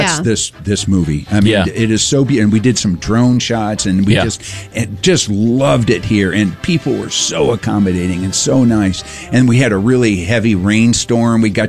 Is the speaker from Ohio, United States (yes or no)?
no; Indiana, United States; moved away as an adult; now in Los Angeles, United States; I'm from Indiana originally, okay. But I've lived most of my adult life in L.A.